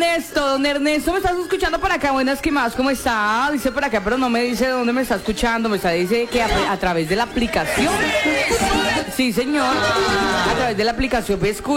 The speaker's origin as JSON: {"language": "Spanish", "country": "Colombia", "said": "por independencia yo soy colombiano y colombiana."}